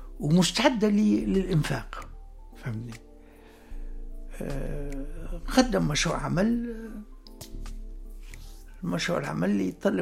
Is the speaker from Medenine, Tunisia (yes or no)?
no; Monastir, Monastir Governorate, Tunisia; also born or lived in Sousse; أنا خرجت من المنستير ومن سوسة أستاذ نجح.